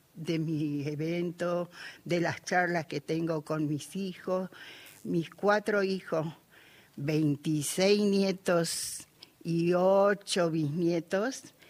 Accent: Las Capillas, Argentina; born there; Tengo el orgullo de decir que nací en la hermosa localidad de Las Capillas, hace 75 años.

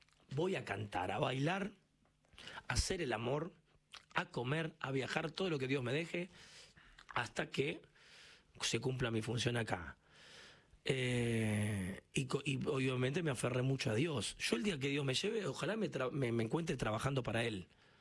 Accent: Argentina; Bueno, yo soy muy argentino. Yo a veces me frustra cuando no nos damos cuenta.

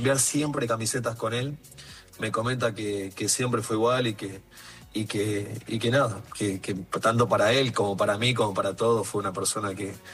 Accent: Argentina; soy argentino y lo que hiciste por mi país y por mi selección, no lo voy a olvidar nunca

